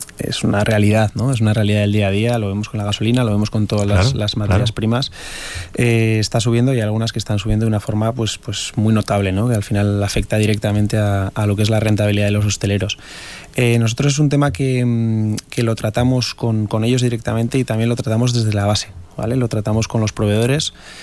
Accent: Navarre, Spain; particularmente como navarro que soy

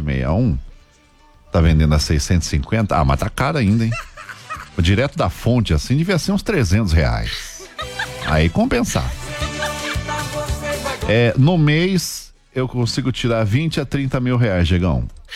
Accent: Guarulhos, São Paulo, Brazil; Quando era moleque lá em Guarulhos, eu ia nas feiras do rolo.

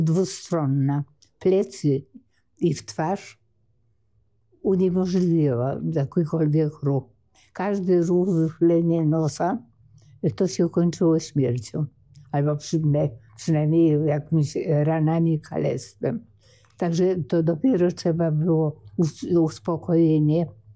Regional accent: Warsaw, Masovian Voivodeship, Poland; bo ja w ogóle mieszkałam, wychowywałam się w Cytadeli od urodzenia, z uwagi na to, że ojciec wojskowy.

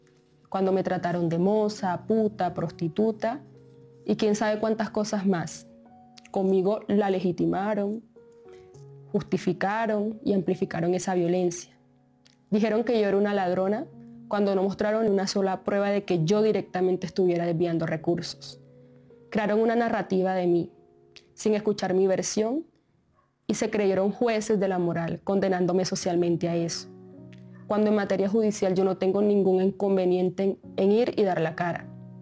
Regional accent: Agustín Codazzi, Cesar, Colombia; Yo soy una pelada de 24 años. Nací en Codazzi, en el Cesar, y hasta fui reina del carnaval de mi pueblo, Paquería. Amo el vallenato y la salsa, para mí compiten. Mi mamá es sucreña

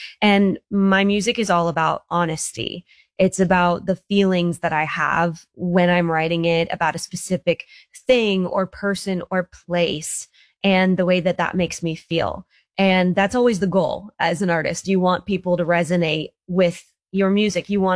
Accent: Virginia, United States; also born or lived in California; now in Nashville, United States; It really gave me some clout here in Nashville, where I had moved from California. Even though I'm from Virginia, I had moved from California to Nashville.

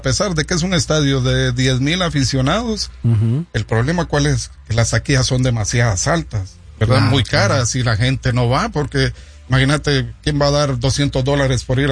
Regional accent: Chiquimula, Guatemala; Yo soy de Chiquimula.

